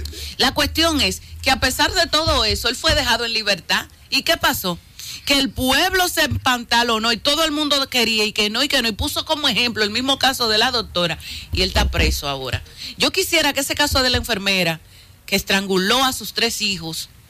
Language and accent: Spanish; Dominican Republic; nosotros como dominicanos nos encanta mucho compararnos con los Estados Unidos